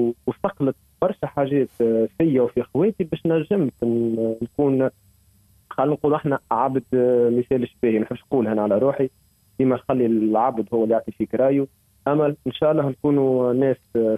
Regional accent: Essouassi, Mahdia Governorate, Tunisia; مع قريتي السويس

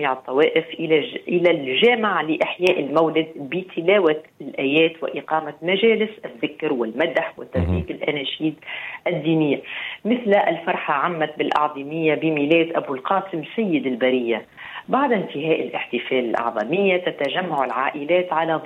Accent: Tunisia; يعني هي مناسبة للختان كما عندنا في تونس.

